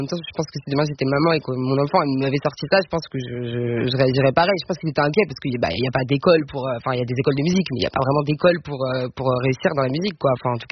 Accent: Montigny-le-Bretonneux, Île-de-France, France; Oui, je suis de banlieue parisienne, je viens de Saint-Quentin en Yvelines, Montigny-Bretonneux. Voilà, j'étais à la fois dans des jolis parcs et à la fois il y avait les HLM à côté.

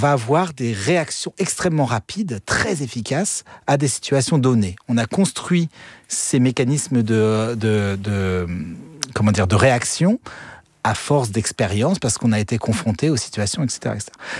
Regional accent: Fréjus, Provence-Alpes-Côte d'Azur, France; born there; la plage de mon enfance à Fréjus.

